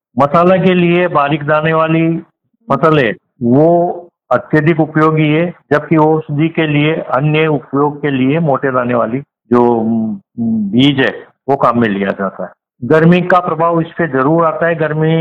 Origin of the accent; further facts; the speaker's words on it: Baran district, Rajasthan, India; गांव गुलखेड़ी, तहसील छिपावड़ो, जिला बारा का रहने वाला हूँ।